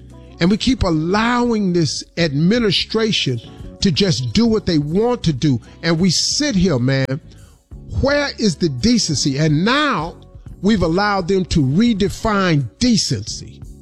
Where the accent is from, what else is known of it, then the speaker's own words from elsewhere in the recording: Welch, West Virginia, United States; I grew up in Welch, West Virginia. I saw colored only water fountains.